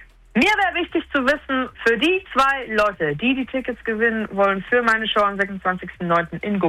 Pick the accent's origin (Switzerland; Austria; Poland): Switzerland; moved away as an adult; now in Germany; Als Schweizerin bin ich nach Deutschland gezogen, im ersten Jahr, wo ich Geld verdient habe.